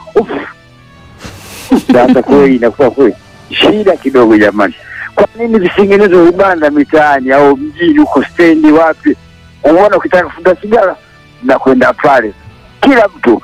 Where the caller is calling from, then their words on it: Magu, Mwanza, Tanzania; mimi natoka saizi niko Magu, Mwanza.